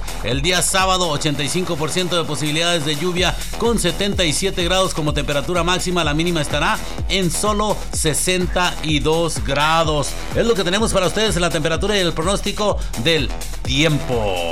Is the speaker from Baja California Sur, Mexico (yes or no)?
no; Monterrey, Nuevo León, Mexico; Ya sabes que soy de Monterrey.